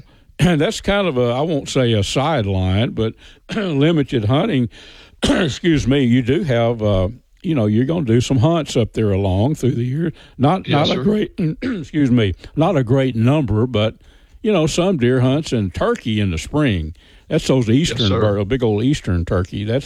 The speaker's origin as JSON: {"language": "English", "region": "Texas", "country": "United States", "tie": "born or raised there", "said": "And, of course, I was raised up in Northeast Texas"}